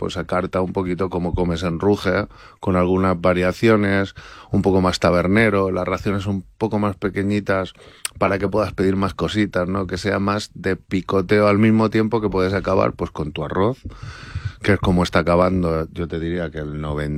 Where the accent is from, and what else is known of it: Murcia, Region of Murcia, Spain; born or raised there; moved away